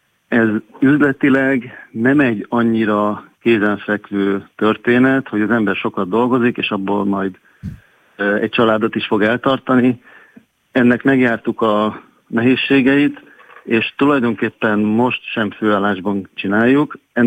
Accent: Pécs, Baranya, Hungary; born there; moved away as an adult; now in Tokaj-Hegyalja, Hungary; én Pécset születtem, igaz, dédnagyapám szőlőjében töltöttük a hétvégéket

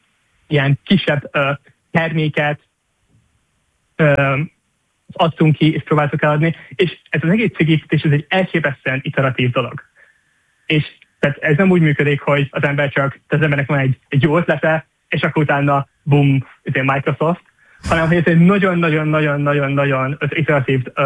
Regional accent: Szentes, Csongrád-Csanád, Hungary; moved away as an adult; also born or lived in Paris; én Szentesről vagyok. Ez egy kis alföldi település, ahol az ember nyilván nem hall startupokról, meg ilyesmi dolgokról.

